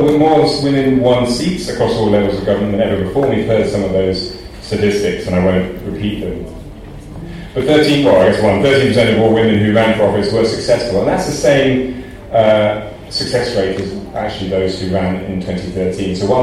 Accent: United Kingdom; now in Kenya; just reflecting as a British civil servant working for DFID and a British High Commission, it's very easy to stand here and make out that this is a Kenyan problem. It's not. In the UK, in my country

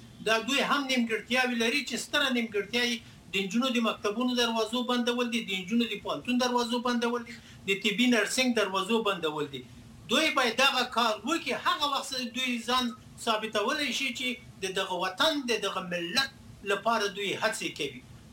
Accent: Afghanistan; یعنی که زه یم افغان یم، بیا مسلمان یم، بیا انسان یم، بیا پښتون یم، زه د خپل ملت ملاتړ کوم او د خپل وطن ملاتړ کوم.

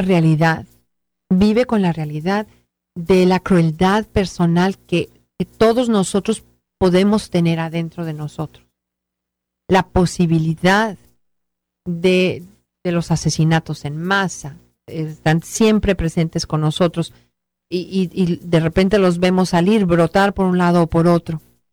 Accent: Mexico; Nosotros los mexicanos nos unimos como mexicanos y como personas.

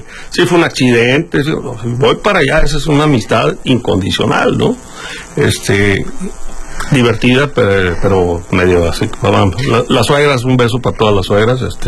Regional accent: Navojoa, Sonora, Mexico; born there; now in Baja California Sur, Mexico; soy sonorense de nacimiento, de Navojoa, pero con calidad de exportación.

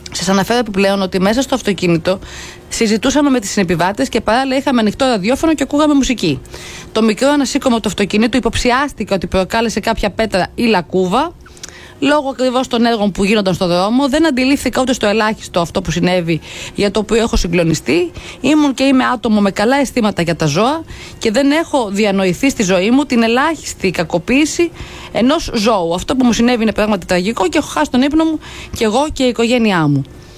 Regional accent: Western Greece, Greece; moved away; κάτω στο χωριό μου, την Ηλία

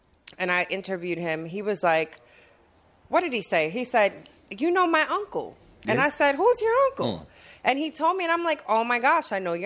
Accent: Bronx, New York, United States; I seem like I'm an East Side girl, but I'm definitely from the Bronx.

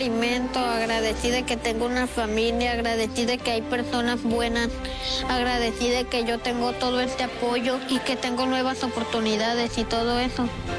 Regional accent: Tijuana, Baja California, Mexico; Tengo 10 años y yo soy de la Sánchez Taguada de Tijuana.

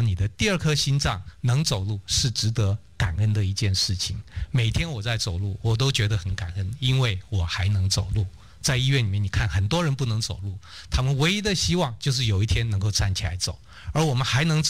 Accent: Taiwan

